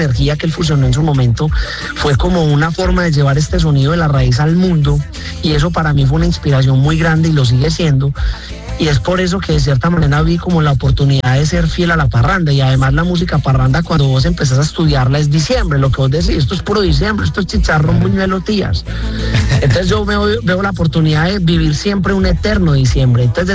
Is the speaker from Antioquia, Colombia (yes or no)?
yes; El Carmen de Viboral, Antioquia, Colombia; Bueno, yo soy del Carmen, que es ahí al ladito.